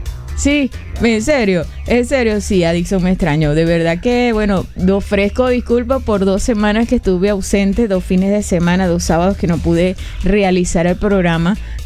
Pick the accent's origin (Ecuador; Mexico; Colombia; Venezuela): Venezuela